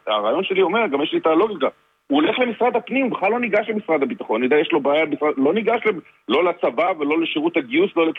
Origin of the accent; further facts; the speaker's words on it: Haifa, Haifa District, Israel; אני מחיפה, כן, הוא הולך לבית חולים רמב"ם